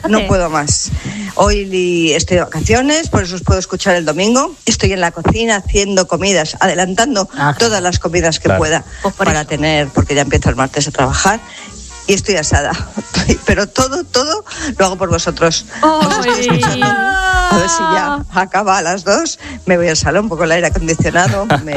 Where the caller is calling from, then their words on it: Madrid, Community of Madrid, Spain; desde Madrid.